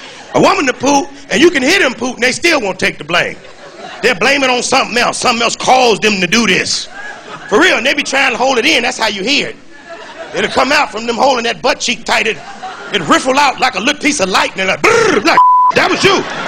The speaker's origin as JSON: {"language": "English", "town": "Chicago", "region": "Illinois", "country": "United States", "said": "You see, I'm from the Midwest. I'm from Chicago. That's right, the Chi-Town where we party at."}